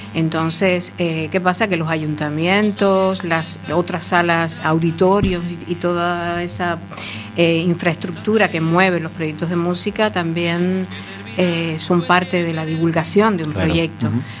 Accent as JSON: {"language": "Spanish", "country": "Cuba", "moved": "yes", "said": "como cubana tengo que dar las gracias"}